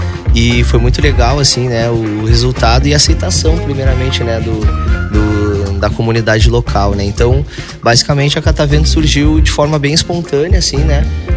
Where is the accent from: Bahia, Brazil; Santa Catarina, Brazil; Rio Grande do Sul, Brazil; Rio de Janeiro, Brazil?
Rio Grande do Sul, Brazil; Rio Grande; born or raised there; also born or lived in Alegrete